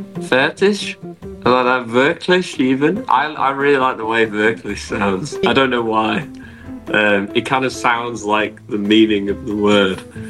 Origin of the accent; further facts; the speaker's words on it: Macclesfield, North West England, United Kingdom; like we've grown up in Manchester, we know how it is, and I think we've never really spent, I mean, we grew up outside of Manchester, so it was like this tiny little town called Macclesfield. Wasn't very much going on